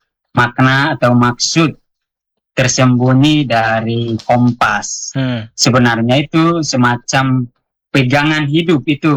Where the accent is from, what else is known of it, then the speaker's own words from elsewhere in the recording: Kefamenanu, East Nusa Tenggara, Indonesia; now in Jakarta, Indonesia; Saya aslinya orang Kefa.